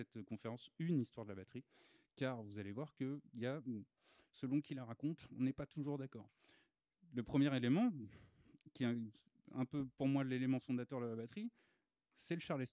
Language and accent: French; Île-de-France, France; Et après, moi, j'ai grandi en Seine-et-Marne.